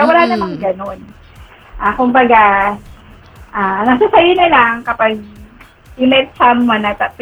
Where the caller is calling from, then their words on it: San Mateo, Calabarzon, Philippines; I am from San Mateo, Rizal.